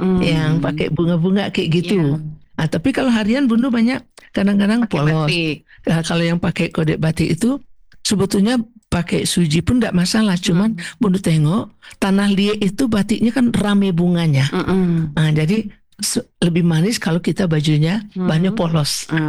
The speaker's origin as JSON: {"language": "Indonesian", "region": "West Sumatra", "country": "Indonesia"}